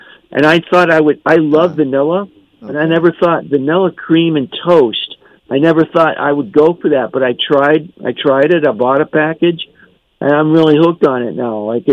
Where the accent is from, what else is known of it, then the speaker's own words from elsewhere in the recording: Philadelphia, Pennsylvania, United States; I'm from Philadelphia.